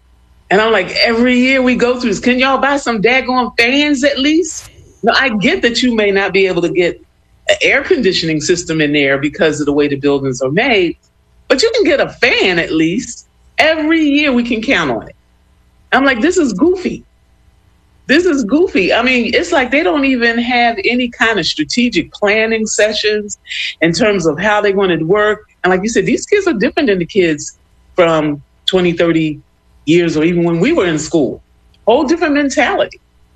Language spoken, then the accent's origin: English; Philadelphia, Pennsylvania, United States; the school we grew up with in North Philly